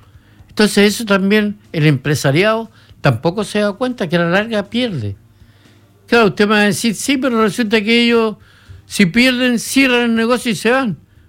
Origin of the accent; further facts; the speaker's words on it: Iquique, Tarapacá, Chile; Yo vuelvo a recalcar, yo soy iquiqueño, amo mi ciudad.